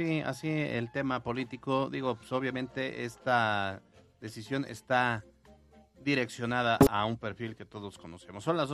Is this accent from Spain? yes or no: no; France; No puedo porque soy francés.